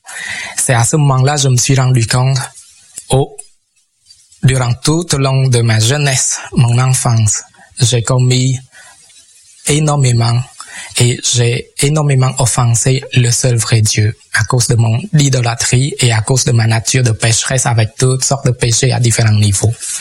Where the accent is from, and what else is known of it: Cambodia; moved away as an adult; now in Chicoutimi, Canada